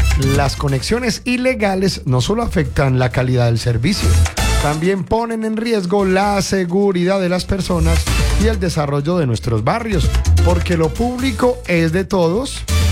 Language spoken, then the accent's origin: Spanish; Antioquia, Colombia; Y a eso súmele fondas de mi pueblo Antioquia.